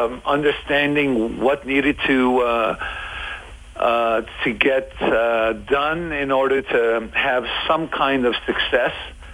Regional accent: Montreal, Quebec, Canada; moved away; also born or lived in New York; where I grew up in Montreal

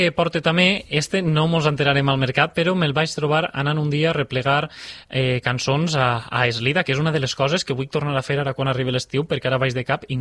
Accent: Betxí, Valencian Community, Spain

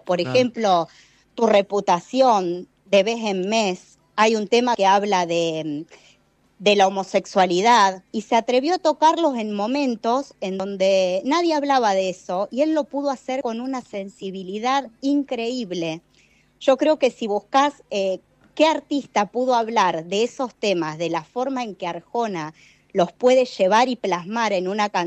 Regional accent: Santa Fe, Argentina; Viajaba porque mi pueblo está a 60 kilómetros de Rosario

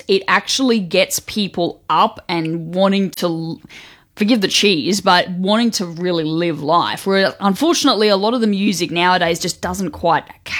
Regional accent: Brisbane, Queensland, Australia; not 4BU specifically because I grew up in Brisbane, but the same music that we play here on 4BU

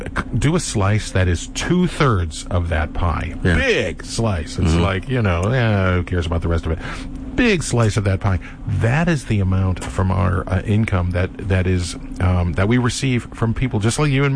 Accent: Cleveland, Ohio, United States; moved away; I grew up in Cleveland, right? And we lived in the suburbs.

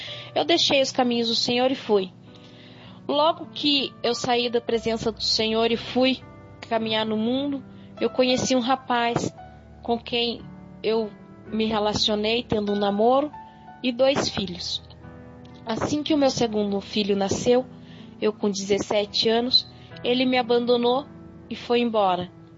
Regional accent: São Paulo, Brazil

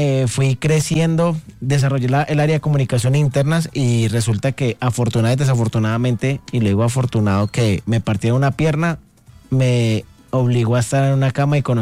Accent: Cali, Valle del Cauca, Colombia; ¿Dónde me crié? Yo me crié en el barrio Limonar, al sur de Cali.

